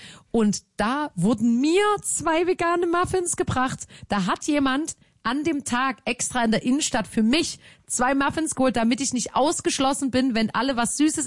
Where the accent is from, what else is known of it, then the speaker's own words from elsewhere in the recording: Saxony, Germany; ich muss es jetzt mal sagen, wir kommen aus Sachsen